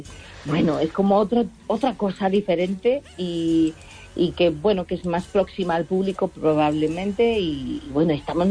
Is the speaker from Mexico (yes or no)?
no; Galicia, Spain; los que somos muy gallegos, ¿no? En algunas zonas decimos, uy, mira esas nubes